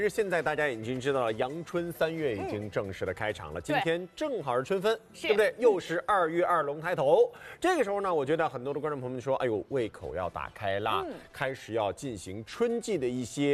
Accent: Hangzhou, Zhejiang, China; moved away; 这就要说到胡庆余堂是我老家的产品

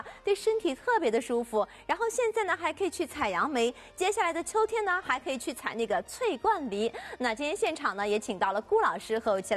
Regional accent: Shanghai, China; 说到苏州，那可是我们上海人去了又去、百去不厌、一年四季都要去的地方

